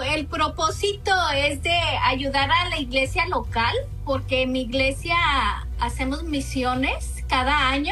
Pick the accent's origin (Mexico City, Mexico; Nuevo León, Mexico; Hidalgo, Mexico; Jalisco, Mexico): Jalisco, Mexico; La Barca; Yo soy de La Barca, Jalisco.